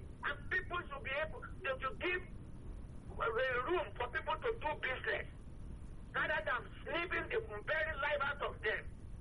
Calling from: Nigeria

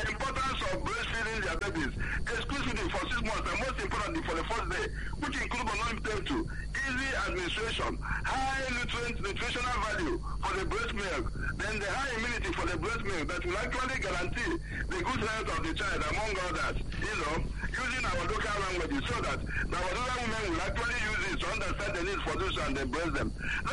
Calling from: Imo, Nigeria; I'm calling from Maryland, Imo State.

